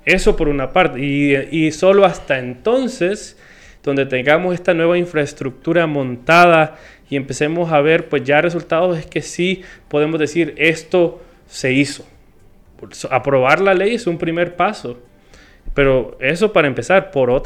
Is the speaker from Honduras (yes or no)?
yes; Honduras; Tenemos que ver como hondureños